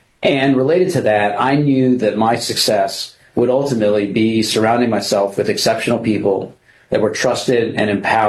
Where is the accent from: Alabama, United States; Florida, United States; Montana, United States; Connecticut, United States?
Connecticut, United States; New Haven; Born and grew up around New Haven, Connecticut. I had parents that immigrated here from China, and I was one of two siblings.